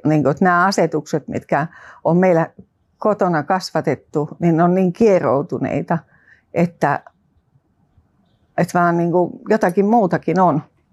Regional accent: Lahti, Päijät-Häme, Finland; now in Tampere, Finland; Mä oon Tampereelta, kotosin Lahdesta. Tai mun vanhemmat ja veljet ja siskot asuu siellä ja mä oon asunut Tampereella parikymmentä vuotta.

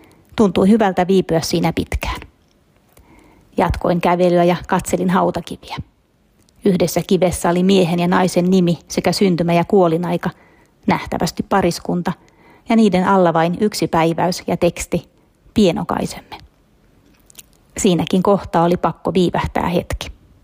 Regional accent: Lahti, Päijänne Tavastia, Finland; moved away; Itse asiassa uusi kotikaupunkini on entinen lapsuus- ja nuoruusvuosieni kaupunki eli Lahti.

